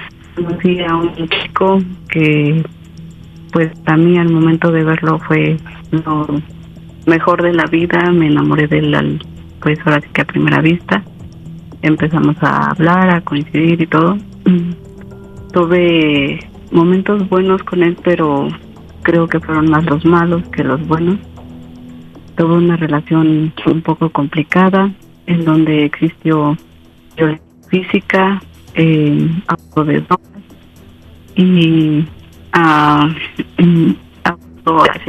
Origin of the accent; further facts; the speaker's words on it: San Luis Potosí, Mexico; Tengo 32 años y soy de San Luis Potosí.